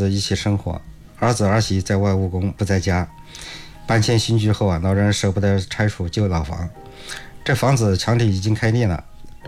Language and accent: Chinese; Hubei, China; moved away; 我的老家在湖北农村